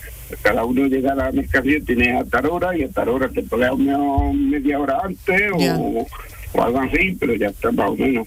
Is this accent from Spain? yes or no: yes; Almuñécar, Andalusia, Spain; Yo soy de la costa tropical, yo soy de Almuñécar.